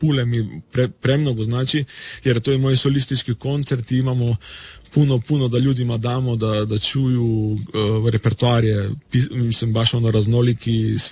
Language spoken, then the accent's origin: Croatian; Bitola, North Macedonia; u Bitolju, u mom rodnom gradu